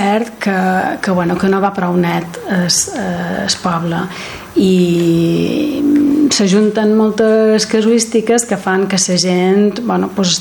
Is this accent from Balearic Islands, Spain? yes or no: yes; Es Castell, Balearic Islands, Spain